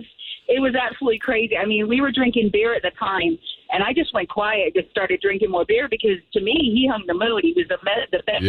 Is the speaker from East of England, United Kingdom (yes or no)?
no; London, United Kingdom; We're originally from London, England